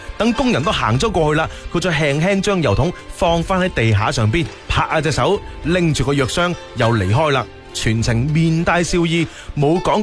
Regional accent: Foshan, Guangdong, China; 我哋佛山人

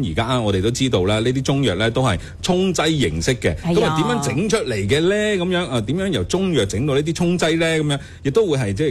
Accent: Guangdong, China

